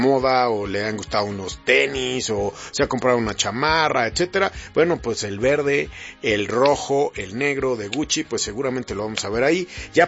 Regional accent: Mexico; ¿Qué dicen nosotros como mexicanos, la sociedad, en las encuestas a nivel nacional?

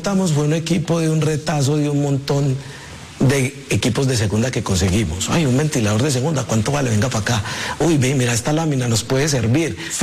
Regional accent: Antioquia, Colombia

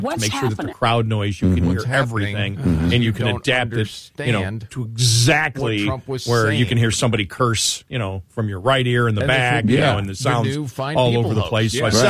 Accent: Buffalo, New York, United States; I'm from Buffalo, so I never trust any of my teams.

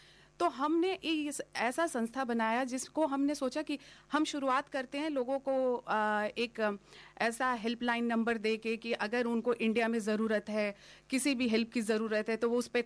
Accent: Jamshedpur, Jharkhand, India; मैं जमशेदपुर से, वहाँ भी हम अगल बगल से ही।

